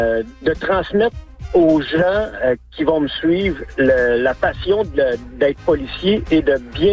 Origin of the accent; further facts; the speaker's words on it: Quebec, Canada; born there; now in Saguenay, Canada; j'ai travaillé longtemps en Abitibi, dans ma région natale. J'ai été super bien accueilli. Par la suite, déménagé au Saguenay-Lac-Saint-Jean